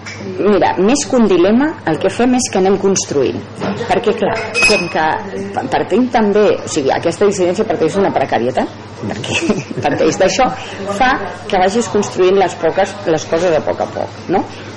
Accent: Terrassa, Catalonia, Spain; Soc actriu, soc de Terrassa

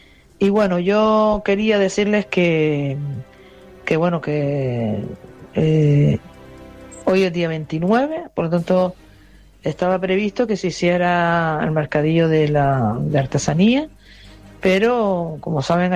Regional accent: Ingenio, Canary Islands, Spain; yo que soy una cochinera porque soy de Ingenio

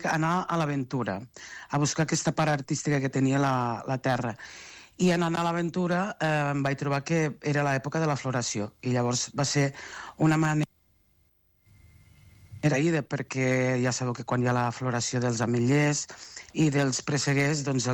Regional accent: Catalonia, Spain

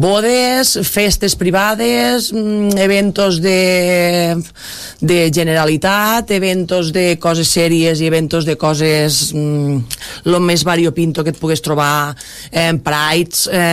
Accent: Roquetes, Catalonia, Spain; crec que vinc de Roquetes

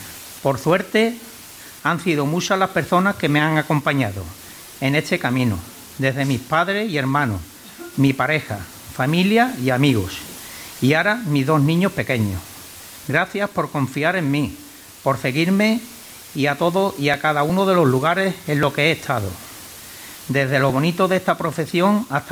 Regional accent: Utrera, Andalusia, Spain; Decir que soy de Utrera es un privilegio. Y ahora que soy padre y que no tengo la suerte de vivir aquí

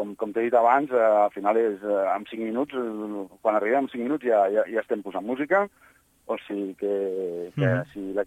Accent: Cardedeu, Catalonia, Spain; Nosaltres som de Cardedeu

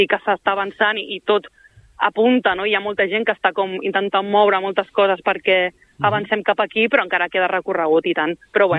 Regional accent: Castelldefels, Catalonia, Spain; moved away as an adult; del meu poble, que ara ja, per desgràcia, ja no visc allà

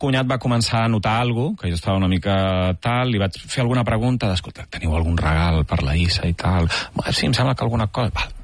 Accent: Altafulla, Catalonia, Spain; No, jo sempre he jugat a Tarragona, o vaig jugar sobretot al meu poble, a Altafulla

